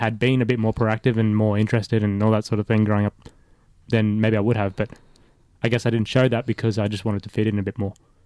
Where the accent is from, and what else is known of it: Australia; born there